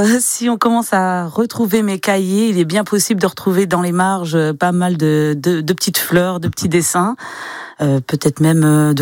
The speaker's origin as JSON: {"language": "French", "area": "Mayenne", "region": "Pays de la Loire", "country": "France", "tie": "born or raised there", "also_born_or_lived": "Laval", "said": "je suis de Montigné-le-Briand, née à Laval, et j'ai grandi entre Montigné et Ahuillé."}